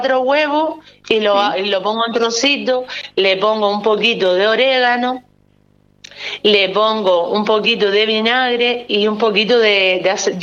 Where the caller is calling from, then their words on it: Gáldar, Canary Islands, Spain; Soy de Galda, por ejemplo, en Caidero de Galda